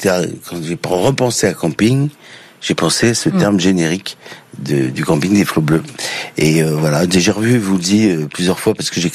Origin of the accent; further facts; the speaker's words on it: Île-de-France, France; Ben oui, parce qu'en fait, figurez-vous que je viens d'une banlieue est de Paris et j'étais au lycée avec le frère de Laurent Vouzier.